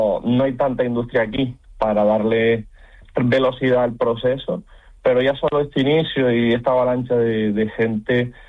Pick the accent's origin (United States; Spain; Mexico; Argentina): Spain; Canary Islands